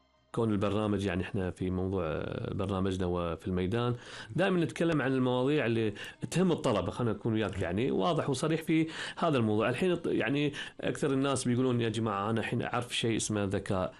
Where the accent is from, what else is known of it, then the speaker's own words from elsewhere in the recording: Kuwait; عندنا في الكويت